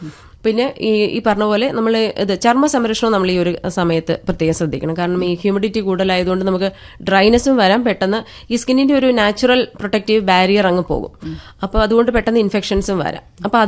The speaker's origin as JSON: {"language": "Malayalam", "region": "Kerala", "country": "India"}